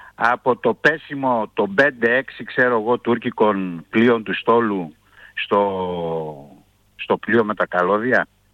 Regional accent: Greece; Μήπως μας συμφέρει να υπάρχει εμάς σαν Έλληνες αυτό το τουρκο-λιβικό μνημόνιο?

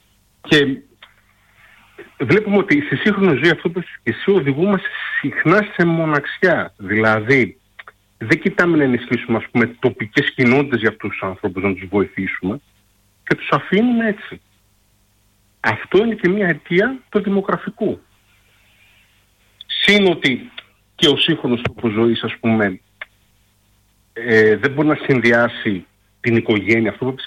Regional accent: Greece; Φταίμε εμείς, σαν Έλληνες, σαν λαούς.

